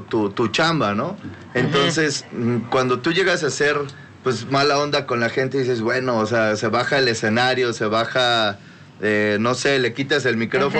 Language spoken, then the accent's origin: Spanish; Puebla, Mexico; Soy de aquí de Puebla, mi papá de Guasave de Sinaloa. Se llegan a conocer aquí, y pues bueno, soy el menor de tres hermanos.